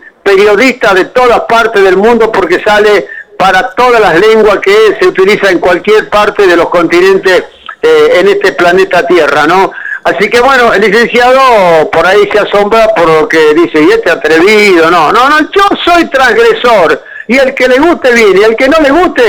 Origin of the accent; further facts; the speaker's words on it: Tucumán, Argentina; somos tucumanos, somos de la Argentina, estamos bien al norte de nuestra querida República Argentina, que cuando llega el verano nos cagamos de calor y nos cagamos de humedad